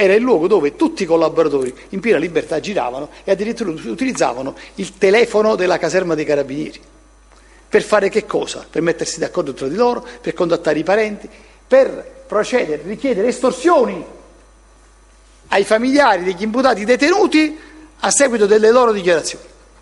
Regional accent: Naples, Campania, Italy

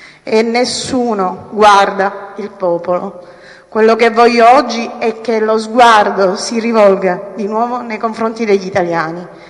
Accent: Mazara del Vallo, Sicily, Italy; Io vengo da Mazara del Vallo

